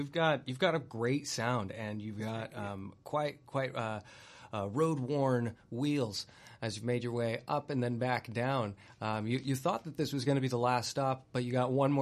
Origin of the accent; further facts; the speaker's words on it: Temecula, California, United States; The Temecula Murrieta Valley was mm-hmm. where I was raised, and I went to Riverside City College.